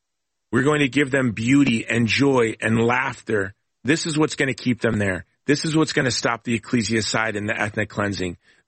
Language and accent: English; United States; we as American Christians